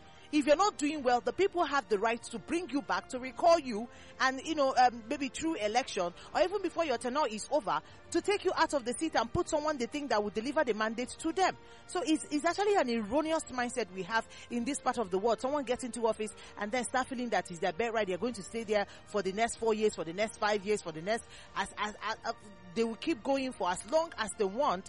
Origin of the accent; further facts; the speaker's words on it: Nigeria; as a Nigerian